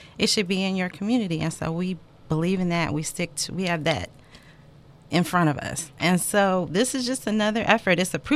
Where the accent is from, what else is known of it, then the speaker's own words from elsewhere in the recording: Inglewood, California, United States; We're all from Inglewood, deeply rooted in Inglewood